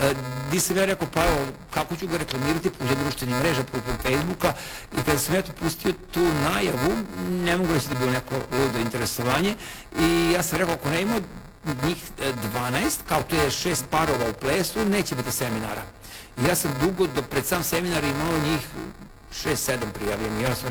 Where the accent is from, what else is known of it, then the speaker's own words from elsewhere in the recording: Subotica, Vojvodina, Serbia; ja sam iz Vojvodine, Sarota Vanko Subotica